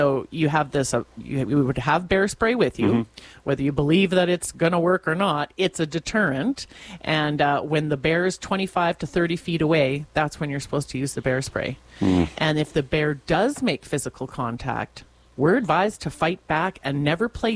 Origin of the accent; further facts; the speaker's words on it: Winnipeg, Manitoba, Canada; born or raised there